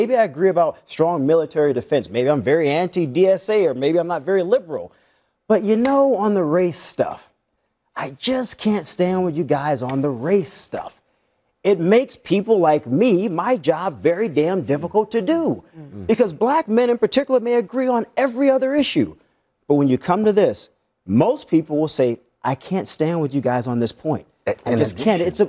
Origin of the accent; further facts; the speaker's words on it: the South, United States; I grew up in the South.